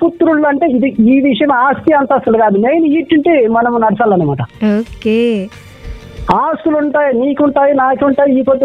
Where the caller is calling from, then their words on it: Sanapa, Andhra Pradesh, India; Madam గారు, సనప గ్రామము అనంతపూర్ జిల్లా.